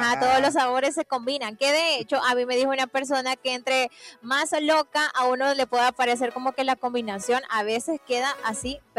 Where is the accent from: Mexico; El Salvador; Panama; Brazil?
El Salvador; Santa Ana; recordad que como santanecos y obviamente como San salvadoreños nos podemos unir y hacer por supuesto la diferencia